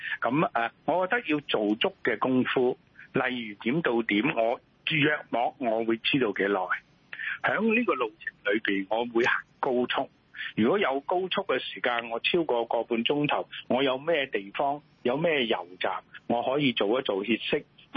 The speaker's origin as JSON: {"language": "Cantonese", "country": "Hong Kong", "said": "我哋港人"}